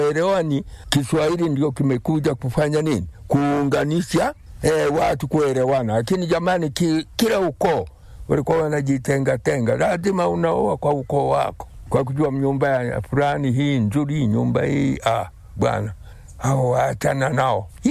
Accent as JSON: {"language": "Swahili", "town": "Tegeruka", "region": "Mara", "country": "Tanzania", "tie": "born or raised there", "also_born_or_lived": "Bukwaya", "moved": "as an adult", "lives_now": "Bunda, Tanzania", "said": "Nilijaliwa Bukwaya, nilikulia Tegeruka. Basi mpaka mwaka 68 ndio nilihamia hapa Bunda. Nimekulia hapa, nimekalia hapa"}